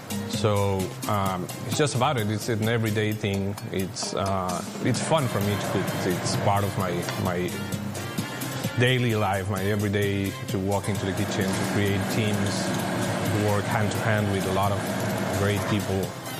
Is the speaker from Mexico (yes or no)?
yes; Mexico City, Mexico; English is a second language; I'm born and raised in Mexico City, so I grew up with these flavors. I grew up with tacos in my life all day